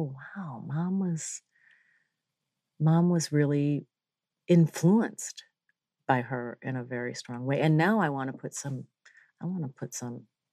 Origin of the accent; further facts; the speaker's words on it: Minnesota, United States; I grew up in Minnesota.